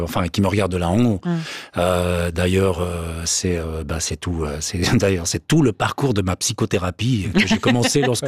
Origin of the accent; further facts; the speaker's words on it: Fribourg, Switzerland; born there; Je suis né à Fribourg.